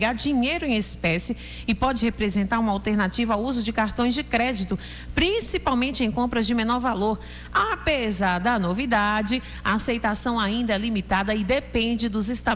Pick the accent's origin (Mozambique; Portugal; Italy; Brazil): Brazil